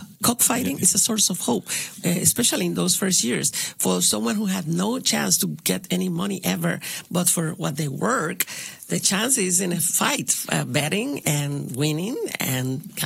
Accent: Isabela, Puerto Rico; I'm from Isabela. It's the town of the cockfighting.

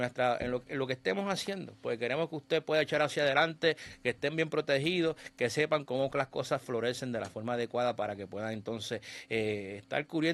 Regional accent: Puerto Rico

